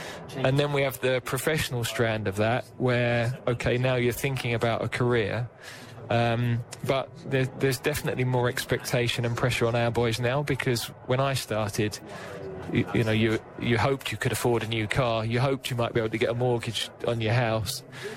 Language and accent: English; England, United Kingdom; that's not what I would expect as an Englishman of people, you know, in a privileged position to go and watch.